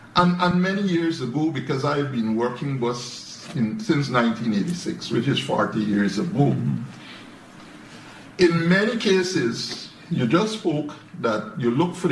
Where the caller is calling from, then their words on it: Mahaica, Demerara-Mahaica, Guyana; I hail from Mahaika. I live at Mahaika. Not really from Mahaika, but I've been living there for 50 years.